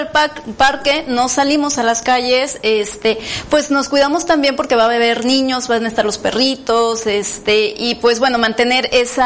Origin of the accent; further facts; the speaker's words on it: Chiapas, Mexico; ya que somos de Chiapas